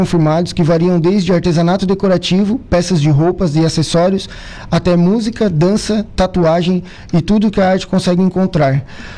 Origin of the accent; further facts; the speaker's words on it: Araranguá, Santa Catarina, Brazil; eu sou de Araranguá, Santa Catarina, litoral sul de Santa Catarina.